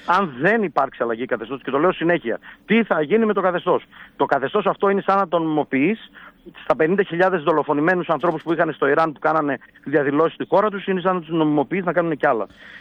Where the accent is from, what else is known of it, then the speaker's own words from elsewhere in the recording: Thessaloniki, Central Macedonia, Greece; το ξέρετε και είμαστε όλοι από τη Θεσσαλονίκη